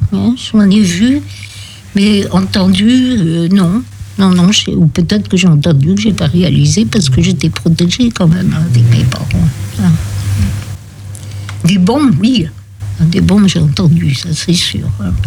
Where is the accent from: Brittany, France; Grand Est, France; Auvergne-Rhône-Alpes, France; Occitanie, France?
Brittany, France; Brest; also born or lived in Maine-et-Loire; Quand j'étais enfant, j'habitais à Saint-Martin, là, au coin de la rue Turenne et de la rue Massillon.